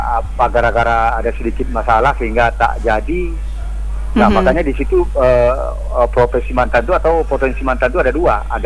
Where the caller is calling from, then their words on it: Aceh, Indonesia; Halo Pro Dangdut, Pro Dangdut adalah kita dari Aceh ini, Mbak Wina.